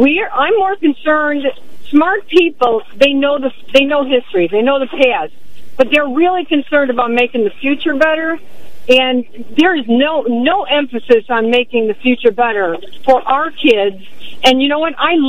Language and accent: English; Chicago, Illinois, United States; I'm from Chicago.